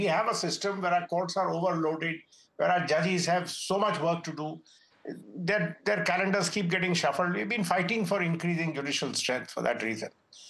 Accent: India; when you are looking at it as an Indian

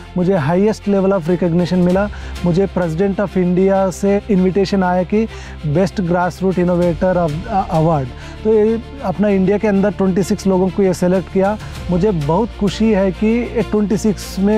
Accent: Sangareddy, Telangana, India; born there; also born or lived in Hyderabad / Pune; मेरा स्कूलिंग सब कुछ यहाँ मेरा गांव में ही हुआ था

